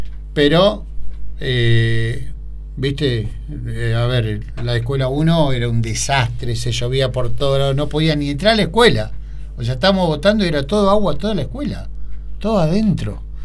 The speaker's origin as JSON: {"language": "Spanish", "town": "General Rodríguez", "region": "Buenos Aires Province", "country": "Argentina", "tie": "born or raised there", "also_born_or_lived": "Luján", "said": "Nací en General Rodríguez, me crié acá, digamos, de la vía 6 cuadras, igual que Yamil."}